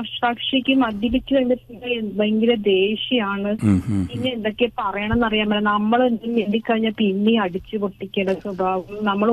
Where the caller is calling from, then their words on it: Cherthala, Kerala, India; ഞാൻ ചേർത്തലയിൽനിന്നാ വിളിക്കുന്നത്.